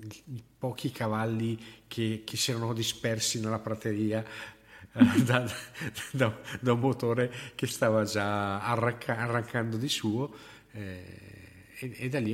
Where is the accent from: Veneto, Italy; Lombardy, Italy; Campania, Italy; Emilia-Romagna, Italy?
Lombardy, Italy; Bergamo; fai conto che noi siamo da radio di Bergamo, io sono di Bergamo